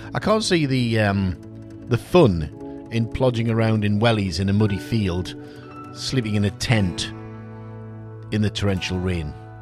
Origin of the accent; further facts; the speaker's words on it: South Shields, North East England, United Kingdom; right here in my hometown of South Shields.